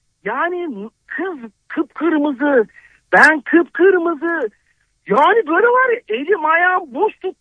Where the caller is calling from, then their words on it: Istanbul, Turkey; Biz İstanbul'dan, Avcılar'dan